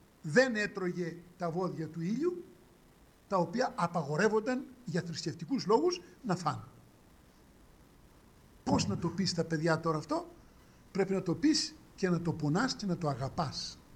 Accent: Greece; είμαστε Έλληνες

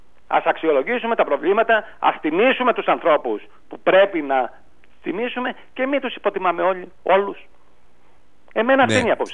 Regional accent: Patras, Western Greece, Greece; Γιατί είμαι πατρινός.

